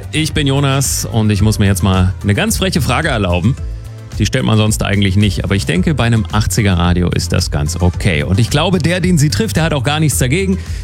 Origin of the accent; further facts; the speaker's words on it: Speyer, Rhineland-Palatinate, Germany; accent: Palatine; Richtig, genau. Ich komme aus Speyer.